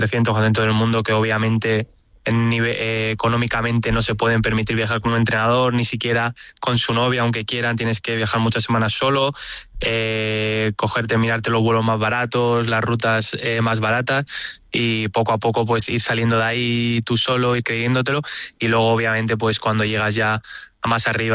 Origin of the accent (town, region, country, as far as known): Spain